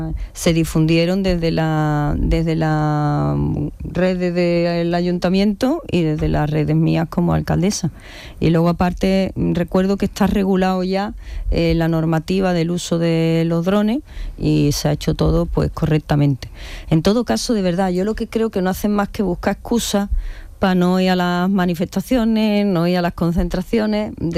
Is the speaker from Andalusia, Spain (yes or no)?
yes; Jerez de la Frontera, Andalusia, Spain; yo soy de Jerez